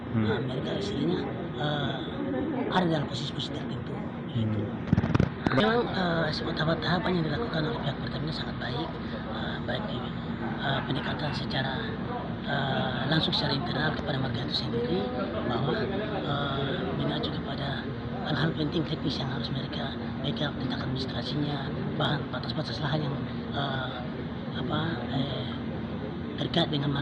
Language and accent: Indonesian; Southwest Papua, Indonesia; kita sebagai warga Musiana